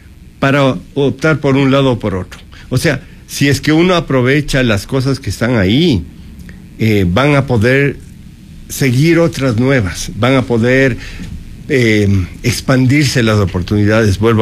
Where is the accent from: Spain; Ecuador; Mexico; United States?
Ecuador; nosotros tenemos que abrir los ojos como ecuatorianos